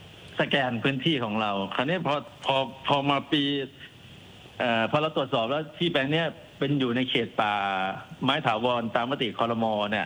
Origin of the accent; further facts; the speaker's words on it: Udon Thani, Thailand; คนอุดรธานีครับ